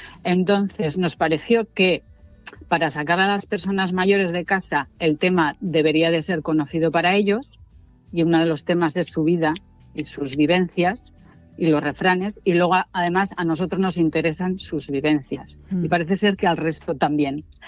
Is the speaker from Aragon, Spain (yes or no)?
no; Piloña, Asturias, Spain; yo soy de Piloña, mi familia es de Piloña